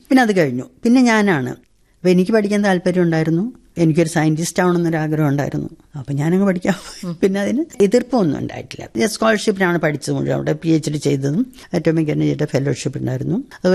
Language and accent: Malayalam; Muringoor, Kerala, India; അല്ലല്ല, ഞാൻ ജനിച്ചു വളർന്നത് മുരിങ്ങൂർ എന്ന് പറയും, തൃശ്ശൂർ ഡിസ്ട്രിക്റ്റില് ചാലക്കുടി പുഴയുടെ തീരത്തുള്ള ഒരു സ്ഥലത്താണ്.